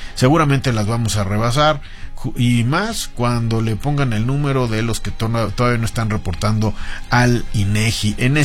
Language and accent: Spanish; Mexico; estamos reconociéndonos todos como ese grupo unido de ciudadanos del mundo que somos mexicanos.